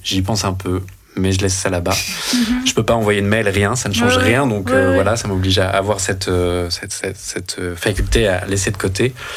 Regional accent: France; moved away as an adult; now in Brussels, Belgium; Moi, je suis français. Mais voilà, j'ai emménagé ici en 2016.

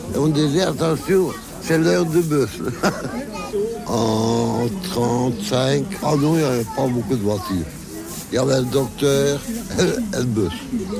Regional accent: Floreffe, Wallonia, Belgium; Je suis pensionné. Avant, j'étais pince. Et je suis né à Florès.

